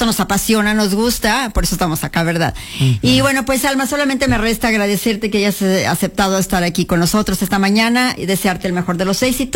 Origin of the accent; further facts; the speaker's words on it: Aguascalientes, Mexico; Fíjate, yo también soy del Encino